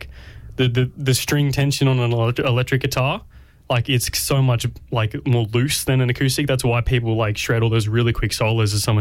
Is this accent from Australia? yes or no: yes; Grafton, New South Wales, Australia; Growing up in Grafton, well, I was raised by a single mum. My mum and my dad split when I was very young. So I mainly grew up with mum and went to school locally as well.